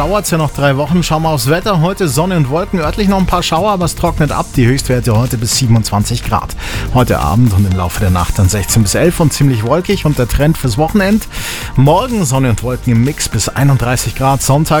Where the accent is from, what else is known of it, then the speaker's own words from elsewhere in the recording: Bavaria, Germany; Radio Oberland, oh mein Oberland, meine Heimat.